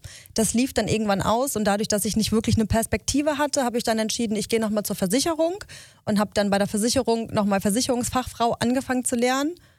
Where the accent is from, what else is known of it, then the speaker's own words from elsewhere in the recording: Neumünster, Schleswig-Holstein, Germany; Also ich bin eigentlich mein Leben lang in Neumünster gewesen, bin da geboren worden und aufgewachsen. Ich habe dann zwischenzeitlich mal so auf ein paar verschiedenen Dörfern gewohnt, ringsherum, weil ich sehr oft umgezogen bin. Aber ansonsten war eigentlich immer Neumünster so mein Zuhause auch.